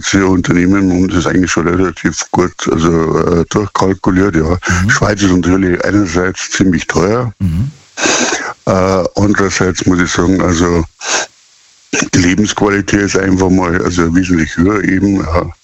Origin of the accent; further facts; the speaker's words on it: Rosenheim, Bavaria, Germany; Also wie gesagt, ich komme aus Rosenheim, sprich aus Bayern.